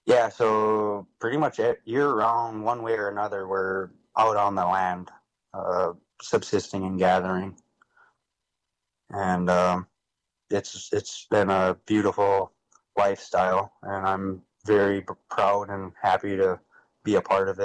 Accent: Ambler, Alaska, United States; I am originally from Ambler, Alaska. I've lived there most of my life.

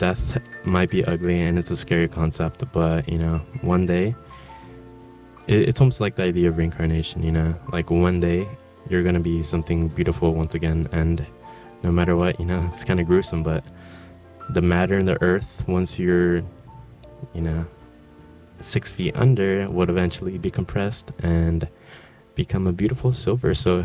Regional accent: Los Angeles, California, United States; moved away as an adult; now in Santa Barbara, United States; Los Angeles, California. Let's go, my hometown.

